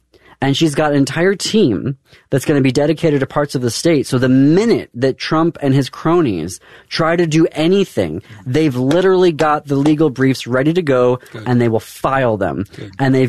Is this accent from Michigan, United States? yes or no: yes; Michigan, United States; obviously I come from Michigan